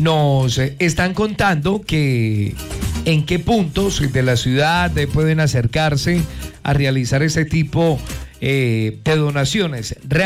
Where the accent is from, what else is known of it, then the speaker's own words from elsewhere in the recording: Colombia; sabemos que como colombianos es el momento de estar unidos